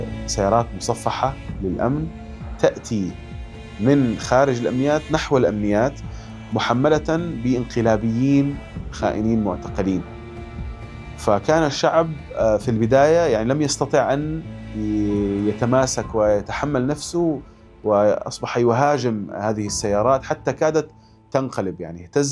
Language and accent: Arabic; Syria; now in Turkey; الذي شعرت به كسوري